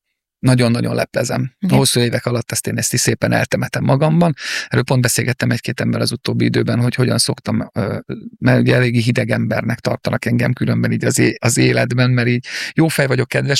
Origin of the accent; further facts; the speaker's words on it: Hungary; also born or lived in Moscow, Russia; ugye én egy örmény származású fiatalember vagyok, most már nem vagyok fiatalember. Én Moszkvába születtem, ugye a Szovjetunióban, szüleim így jöttek Magyarországra, itt kaptak egy munkalehetőséget